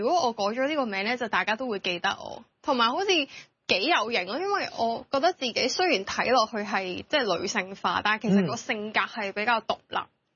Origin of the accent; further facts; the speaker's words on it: Hong Kong; born there; also born or lived in Mainland China; 我喺香港出世嘅，咁跟住我幼稚園去到我小學二年級。都是在內地讀書的。